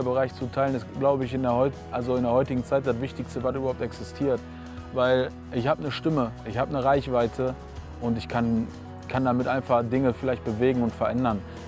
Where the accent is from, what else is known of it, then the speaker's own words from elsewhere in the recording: North Rhine-Westphalia, Germany; meine Umgebung und auch das, wo ich herkomme, ist schon einfach sehr wichtig. Ist einfach, weil das ist mein Bezug, sag ich mal. Ich bin hier aufgewachsen, ich habe die Sprache mitgekriegt, ich habe das Ruppige mitgekriegt